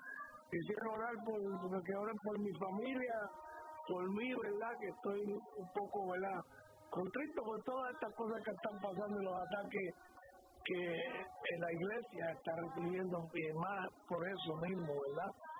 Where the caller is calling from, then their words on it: Puerto Rico; como nosotros puertorriqueños decimos